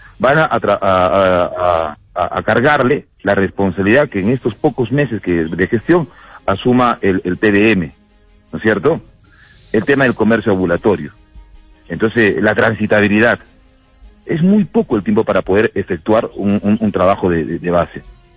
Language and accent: Spanish; Arequipa, Peru; como buenos arequipeños, con esa raza guerrera, con esa sangre caliente